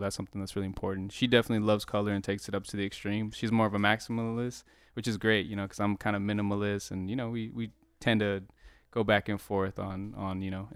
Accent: Arizona, United States; also born or lived in California; Like I grew up, went to high school in Arizona and college out there, so I spent some time there, and I have family in LA, so spent some time in California.

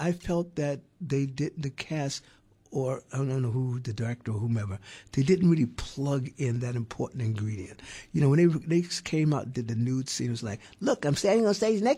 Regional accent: New York City, New York, United States; growing up in Brooklyn

